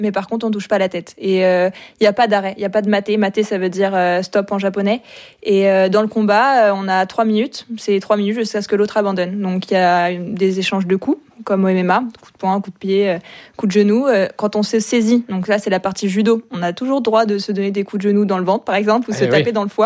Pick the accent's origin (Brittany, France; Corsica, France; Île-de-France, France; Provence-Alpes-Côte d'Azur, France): Île-de-France, France; La Chapelle-la-Reine; Alors moi, je viens de La Chapelle-la-Reine.